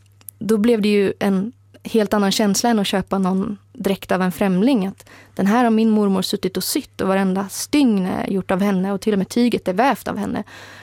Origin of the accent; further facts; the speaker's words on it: Västra Götaland County, Sweden; för jag är ju uppvuxen i en del av landet där det inte finns en särskilt stark lokal förankring. Vi är båda från Göteborgstrakten.